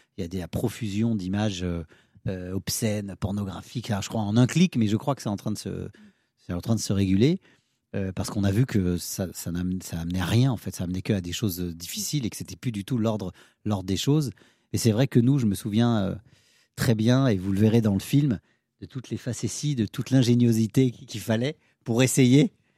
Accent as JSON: {"language": "French", "country": "France", "said": "Et notre identité qui est française, parce qu'on est des Français"}